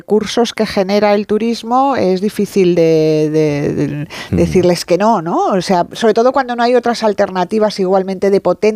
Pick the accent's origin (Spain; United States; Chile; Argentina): Spain; Madrid, Community of Madrid; Bueno, yo es que como soy de Madrid, yo Madrid lo tengo que celebrar todos los días.